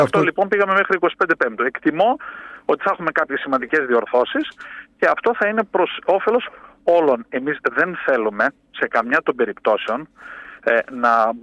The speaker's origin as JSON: {"language": "Greek", "region": "Central Macedonia", "country": "Greece", "said": "που λένε στο χωριό μου στη Χαλκιδική."}